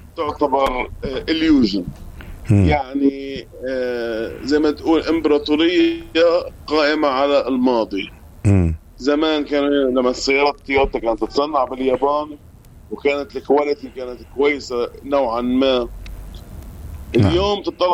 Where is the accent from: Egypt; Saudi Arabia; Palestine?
Palestine; Farradiyya; أنا فلسطيني من مدينة فرادة هي قضاء صفد، وطبعا احنا من فصيلة لبنان